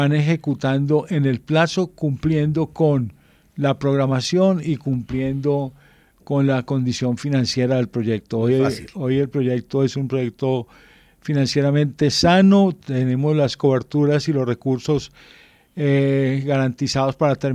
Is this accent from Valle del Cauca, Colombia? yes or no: yes; Palmira, Valle del Cauca, Colombia; now in Bogotá, Colombia; además yo soy de Palmira, mi familia afortunadamente bien